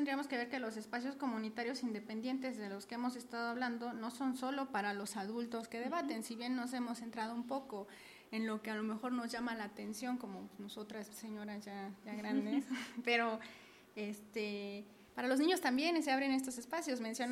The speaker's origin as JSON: {"language": "Spanish", "area": "Canoa", "region": "Puebla", "country": "Mexico", "said": "de donde soy, de Canoa"}